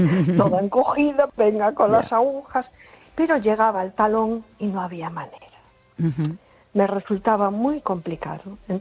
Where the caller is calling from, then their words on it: A Coruña, Galicia, Spain; de Coruña.